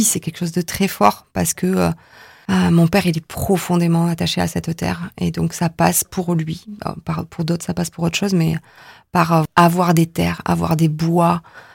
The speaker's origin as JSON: {"language": "French", "country": "France", "said": "Mon ancêtre est rentré, donc je suis française. S'il n'était pas rentré, je serais maintenant américaine."}